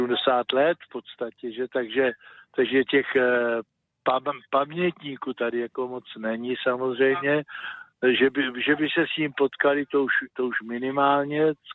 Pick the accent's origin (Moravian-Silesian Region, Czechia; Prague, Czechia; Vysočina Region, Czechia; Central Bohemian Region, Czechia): Vysočina Region, Czechia; Moravské Budějovice; Já to říkám, protože taky jsem tady doma, to je moje rodiště, já jsem absolvent stejného gymnázia v Moravských Budějovicích jako pater Bula